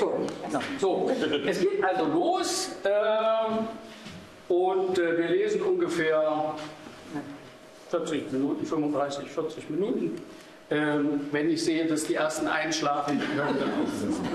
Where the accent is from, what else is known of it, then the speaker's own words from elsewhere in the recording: Dessau, Saxony-Anhalt, Germany; moved away; Ja, also wie Sie gehört haben, ich bin in Dessau geboren und auch aufgewachsen. Ich habe die Stadt verlassen, da hatte sie noch 100.000 Einwohner.